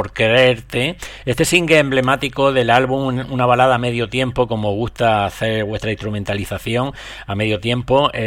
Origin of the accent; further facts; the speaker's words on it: Granada, Andalusia, Spain; now in Alicante, Spain; Yo soy granadino aunque vivo en Alicante.